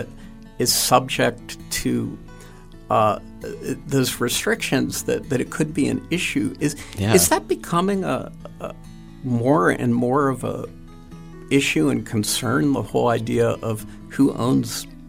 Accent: Pennsylvania, United States; I grew up near there

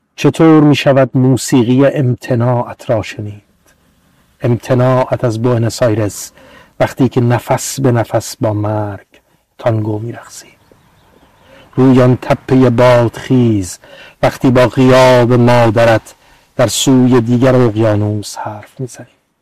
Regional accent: Iran; born there; من انسانی که در ایران به دنیا آمدم

